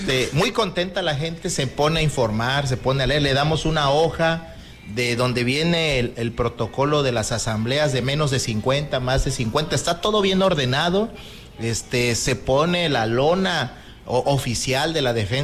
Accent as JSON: {"language": "Spanish", "country": "Mexico", "said": "que soy costeño 100%"}